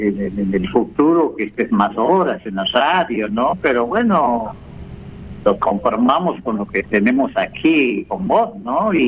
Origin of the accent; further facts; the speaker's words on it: Santiago del Estero, Argentina; born there; de San Pogallo, departamento Alevi. Habito en Villa Albertina, vivo en Santiago, Gallito.